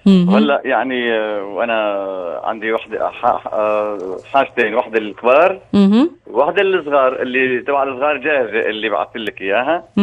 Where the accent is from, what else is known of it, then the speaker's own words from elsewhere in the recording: Deir ez-Zor, Deir ez-Zor Governorate, Syria; أنا سوري طبعا وأفتخر في ذلك لكن كمان نغني عراقي أنا أصلي من دير الزور من دير الزور إحنا نغني اللون العراقي مليح